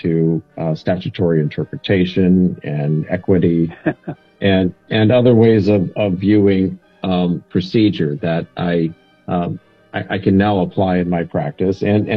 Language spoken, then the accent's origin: English; United States; as an American practitioner